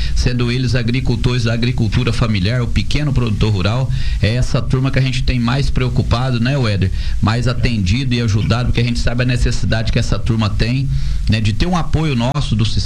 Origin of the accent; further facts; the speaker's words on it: Nova Ponte, Minas Gerais, Brazil; eu sou daqui do Triângulo Mineiro, sou aqui de Nova Ponte, né?